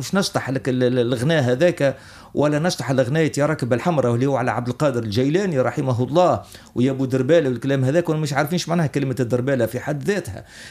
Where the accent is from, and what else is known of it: Tunisia